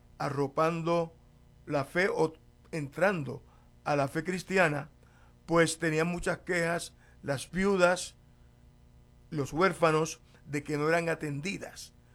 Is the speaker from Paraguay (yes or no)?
no; Santa Isabel, Puerto Rico; Un saludo si hay por ahí algún Santa Isabelino escuchando, de Puerto Rico. Pues soy puertorriqueño. Resulta que en mi colonia, mi abuelito, que era carpintero, maestro carpintero, construyó una capilla.